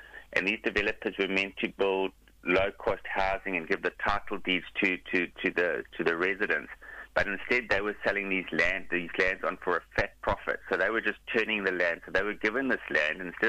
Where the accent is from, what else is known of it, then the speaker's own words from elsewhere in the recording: Durban, KwaZulu-Natal, South Africa; I come from Etiqueni